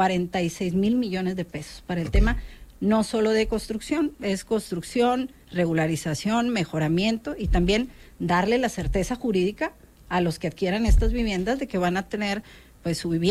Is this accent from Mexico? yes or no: yes; Mexico; nosotros como mexicanos, mexicanas